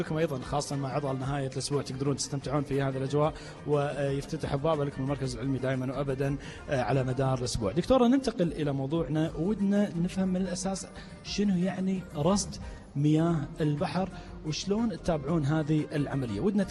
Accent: Kuwait; لأن مثل بلدنا الكويت وإحنا بلد ساحلي نطلع البحر

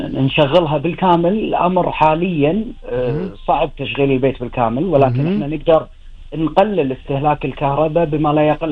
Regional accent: Kuwait; خدمة ديرتنا وخدمة إخواننا الكويتيين وربعنا وأهلنا

